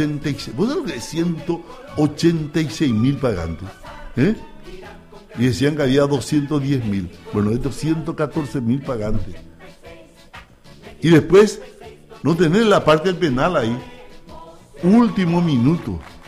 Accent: Paraguay

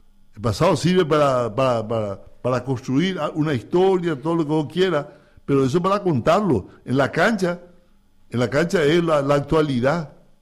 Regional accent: Paraguay; Yo también soy paraguayo

